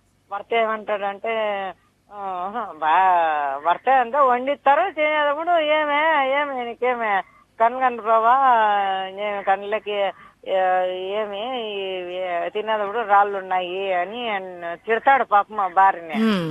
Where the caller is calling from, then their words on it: Anantapur district, Andhra Pradesh, India; అనంతపురంలో పాంప్లెట్లు పంచే విల్లోని మేడం. మాది సత్తస్థలము కమ్మూరు గ్రామం కుడేరు మండలం అనంతపురం జిల్లా మేడం.